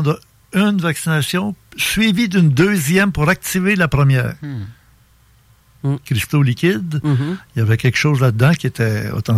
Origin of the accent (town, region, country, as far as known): Quebec, Canada